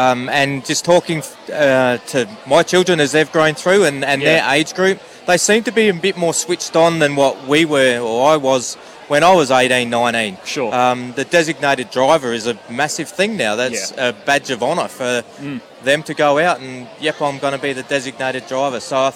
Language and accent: English; South Australia, Australia; I grew up in the Riverland, so I'm a country lad